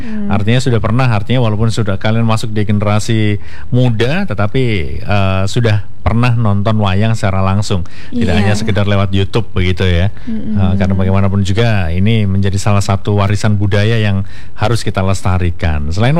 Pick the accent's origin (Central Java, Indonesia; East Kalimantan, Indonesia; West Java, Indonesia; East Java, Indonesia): East Java, Indonesia; Kediri; Walaupun mungkin kita bukan warga Bali, kita warga di Kediri